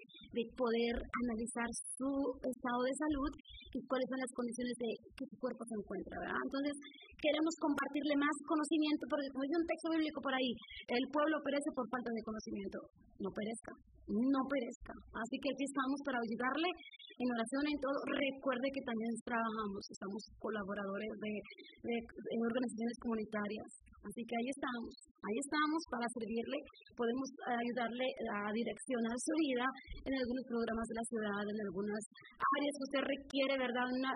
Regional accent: Mexico; moved away; Como mexicanos estamos directamente con el cónsul mexicano

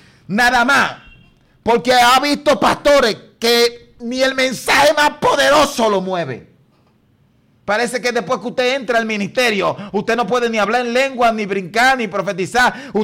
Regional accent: Dominican Republic; nosotros somos República Dominicana, la nación de la Biblia.

